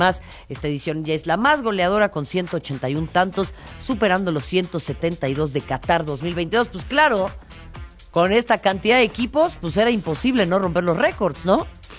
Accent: Mexico; somos las mexicanas y los mexicanos

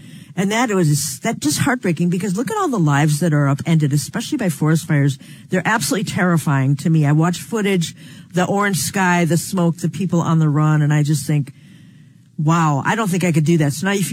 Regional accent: New York, United States

